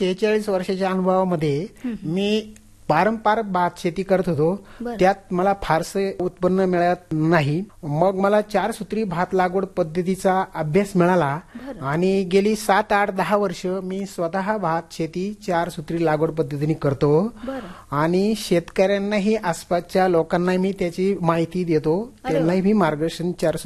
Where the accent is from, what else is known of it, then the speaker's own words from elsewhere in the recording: Kurkundi, Maharashtra, India; मुक्काम पोस्ट कुरकुंडी, तालुका खेड, जिल्हा पुणे।